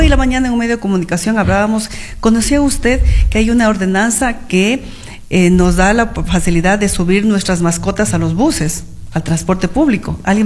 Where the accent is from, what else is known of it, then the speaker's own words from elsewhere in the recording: Loja, Ecuador; lo que tiene nuestra tierra, lo que tiene Loja